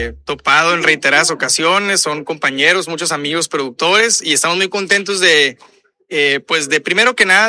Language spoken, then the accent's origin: Spanish; Sonora, Mexico; todos somos de Sonora